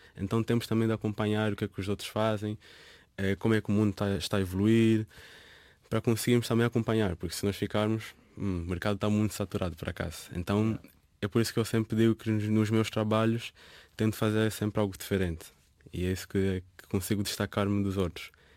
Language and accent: Portuguese; Luanda, Angola; cresci num bairro um pouco muito, muito pobre, que é o bairro Prenda.